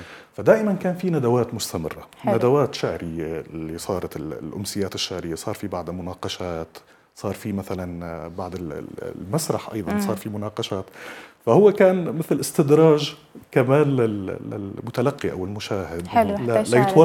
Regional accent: Syria; إحنا سوريين، فكسوريين

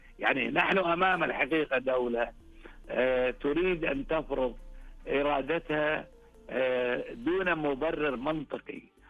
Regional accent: Kuwait; عندنا بالكويت

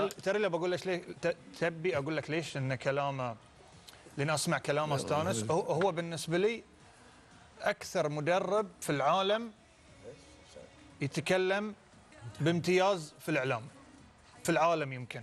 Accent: Bahrain; لان انا بحريني.

